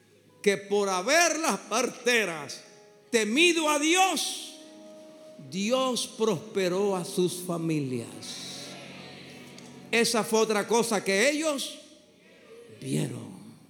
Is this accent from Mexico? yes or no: no; Panama